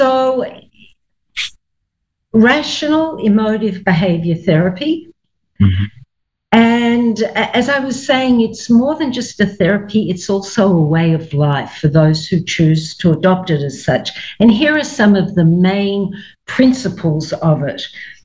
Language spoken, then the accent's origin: English; Melbourne, Victoria, Australia; accent: Australian; moved away as an adult; now in New York, United States; It's Australian. It won't leave me, though I've lived in New York for 20-something years. I was born, raised, educated in Melbourne or Melbourne, Australia